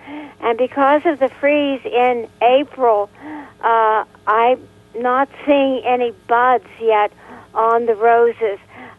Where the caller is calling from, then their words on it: Westmont, Pennsylvania, United States; We live in a higher elevation. We live in Westmont, which is considerably higher than the Valley of Johnstown. And it gets very cold up here